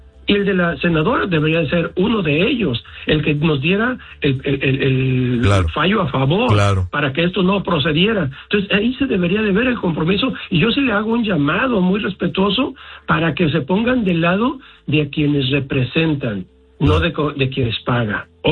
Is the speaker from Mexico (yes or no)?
yes; Jalisco, Mexico; now in Santa Fe Springs, United States; Yo soy miembro de la Asociación de Jaliscienses Unidos en Acción, soy jalisciense